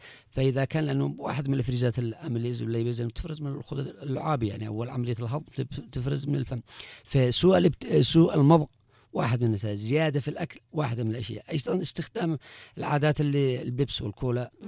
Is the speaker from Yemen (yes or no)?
yes; Yemen; عندنا في اليمن